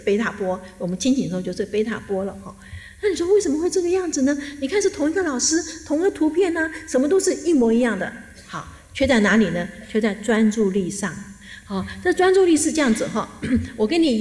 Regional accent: China; 我们中国人是保守嘛，做和不做50%的时候，中国人是不做的。

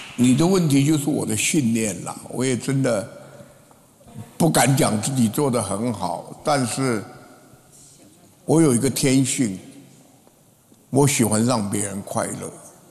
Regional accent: Taichung, Taiwan; 我们台中比漂亮比不上台北，比性感比不上高雄，我们就做最有气质的女人。

